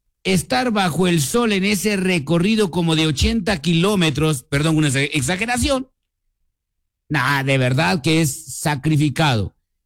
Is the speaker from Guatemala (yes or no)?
yes; Guatemala; Como guatemaltecos, todos, como guatemalteco, yo tengo que ser partícipe de esta celebración de independencia